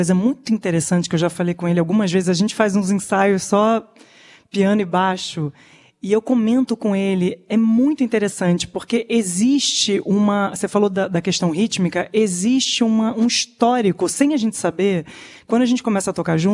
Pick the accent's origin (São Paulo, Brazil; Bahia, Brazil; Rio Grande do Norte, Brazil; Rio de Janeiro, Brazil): Rio de Janeiro, Brazil; born there; Não, eu nasci no Rio mesmo.